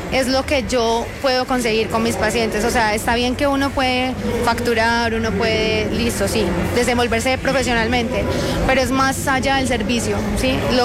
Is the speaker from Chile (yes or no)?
no; Caloto, Cauca, Colombia; now in Medellín, Colombia; También estoy llevando muchas personas a mi pueblo natal, a Caloto, Cauca.